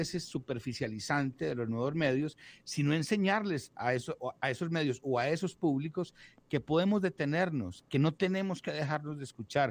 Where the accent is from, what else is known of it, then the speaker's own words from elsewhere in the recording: Colombia; somos tan diversos en todas las regiones que dice uno, yo soy colombiano, sí, pero yo soy caribeño, sí, pero yo soy llanero, claro, pero yo soy paisa.